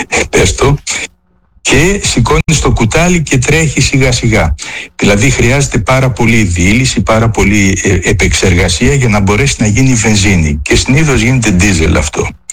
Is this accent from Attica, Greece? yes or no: yes; Athens, Attica, Greece; Εγώ πιτσιρικά θυμάμαι, μεγάλωσα στην Αθήνα, υπήρχαν περίοδοι που καίγαν τα πόμολα, έτσι, τον Ιούλιο και τον Αύγουστο.